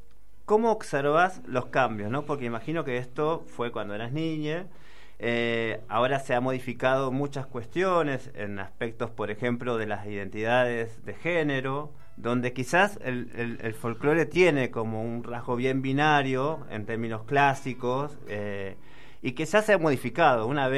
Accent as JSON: {"language": "Spanish", "town": "Moreno", "region": "Buenos Aires Province", "country": "Argentina", "said": "soy de Buenos Aires, soy de Moreno"}